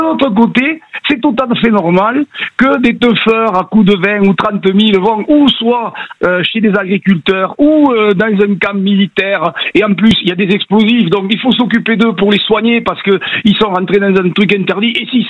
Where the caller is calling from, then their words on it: Beaumont-de-Lomagne, Occitanie, France; Je suis à Beaumont de Lomagne.